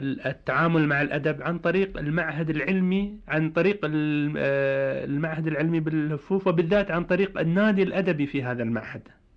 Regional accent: Al-Jishah, Eastern Province, Saudi Arabia; born or raised there

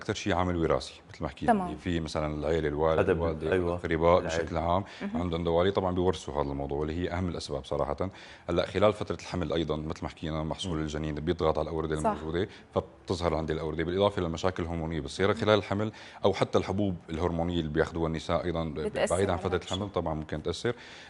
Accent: Syria; ونحن عنا سوريين

